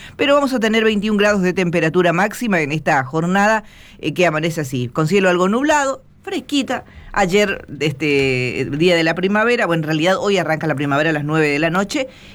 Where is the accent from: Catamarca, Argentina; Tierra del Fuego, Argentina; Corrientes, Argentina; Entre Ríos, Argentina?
Corrientes, Argentina; ¿Cómo somos los correntinos?